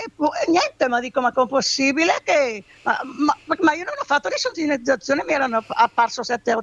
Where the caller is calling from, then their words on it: Bergamo, Lombardy, Italy; Io sono a Bergamo.